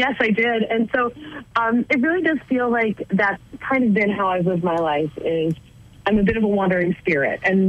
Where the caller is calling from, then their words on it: Fort McMurray, Alberta, Canada; So right now I am in a town called Fort McMurray in Alberta, Canada.